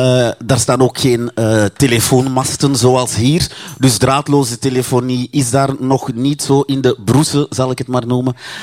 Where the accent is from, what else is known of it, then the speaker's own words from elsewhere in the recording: Mali; Wel, dus ik ben geboren in Mali. In een klein dorpje. Waar er eigenlijk alleen maar hutten zijn.